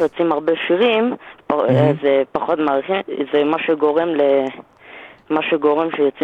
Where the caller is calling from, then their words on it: Northern Israel, Israel